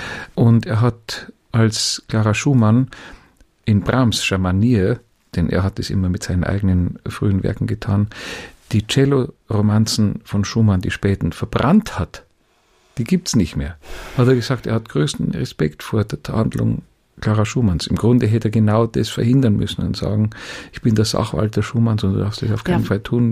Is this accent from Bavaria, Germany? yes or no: yes; Bavaria, Germany; wir würden als Bayer sagen, eine Verhunakelung.